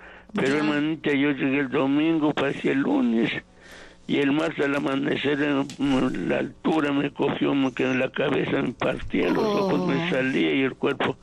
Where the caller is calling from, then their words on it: Esmeraldas, Ecuador; soy llamando de Esmeraldas